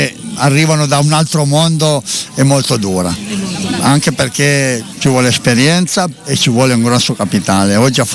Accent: Staffarda, Piedmont, Italy; born there; now in Saluzzo, Italy; io sono nato a Staffarda, un'abbazia proprio davanti alla chiesa, poi mi sono trasferito a Saluzzo

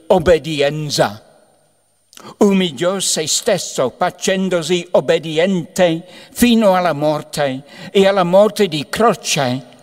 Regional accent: Scotland, United Kingdom; Italian is a second language; moved away; non sono italiano, sorpresa, no? Sono britannico, dunque, scozzese, diciamo

